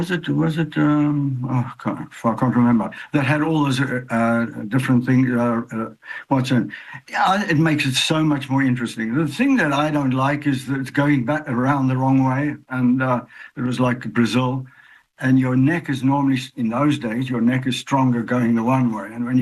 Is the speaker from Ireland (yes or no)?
no; South Africa; I grew up in South Africa, and yeah.